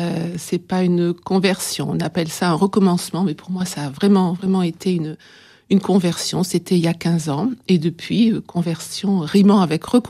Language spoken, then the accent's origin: French; Provence-Alpes-Côte d'Azur, France; also born or lived in Oise; de retour sur mes terres provençales, hein, je suis originaire de la région d'Aix-en-Provence.